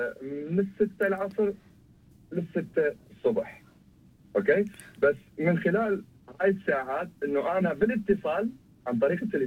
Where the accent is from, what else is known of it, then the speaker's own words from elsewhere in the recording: Basra, Basra Governorate, Iraq; accent: Basra dialect; moved away as an adult; also born or lived in Jordan / Melbourne; now in Sydney, Australia; لأنه أنا يعني من البصرة، لهجتنا بالبصرة شوية ثقيلة، يعني الحروف مالتها ثقيلة.